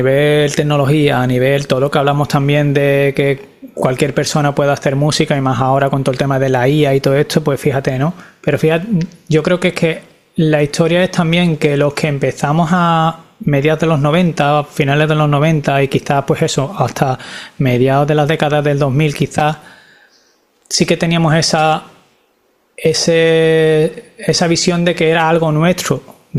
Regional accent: Seville, Andalusia, Spain; now in Barcelona, Spain; yo soy de Sevilla pero estoy viviendo en Barcelona

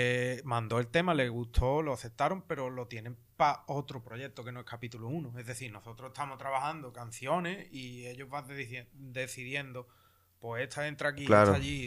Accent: Spain; en el capítulo 1 somos 4 españoles, hay 3 chilenos, creo.

